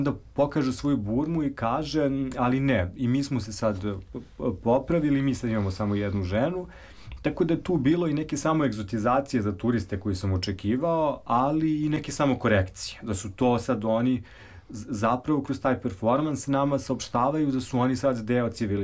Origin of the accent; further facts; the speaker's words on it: Serbia; Odakle ste, ja kad sam rekao Srbija, on je zastao